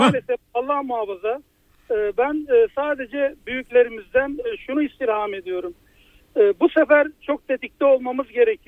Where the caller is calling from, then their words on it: Istanbul, Turkey; İstanbul'dan arıyoruz tabii ki, her zamanki gibi.